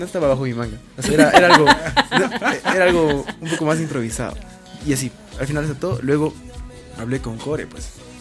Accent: Oruro, Bolivia; moved away; also born or lived in La Paz / Cochabamba / Santa Cruz; yo por ejemplo soy de Oruro, pero tuve que vivir en La Paz, en Cochabamba, en Santa Cruz para cumplir mis sueños.

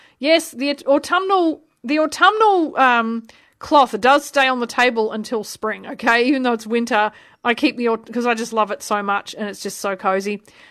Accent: Switzerland; don't do dairy alternatives. We are dairy junkies because we come from Switzerland.

